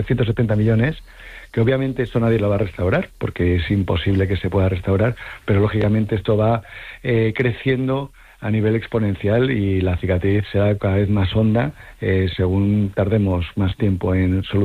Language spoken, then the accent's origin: Spanish; Madrid, Community of Madrid, Spain; now in Ceuta, Spain; Pues para mí es francamente fácil, porque yo soy madrileño, yo conocí Ceuta cuando en el año 2001 y me quedé profundamente enamorado.